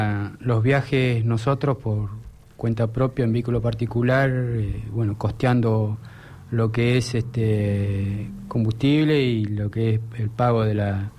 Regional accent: Trelew, Chubut, Argentina; Yo soy nacido y criado en Trelew, sí.

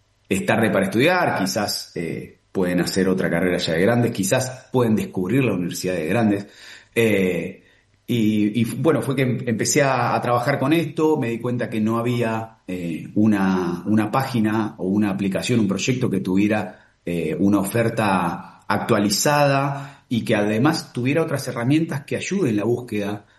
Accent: Coronel Pringles, Buenos Aires Province, Argentina; born there; moved away as an adult; Yo soy nacido en Coronel Pringles, cerca de Bahía Blanca. Un pueblo de 20.000 habitantes que no cuenta con una sede universitaria, o no contaba con una sede universitaria en ese momento.

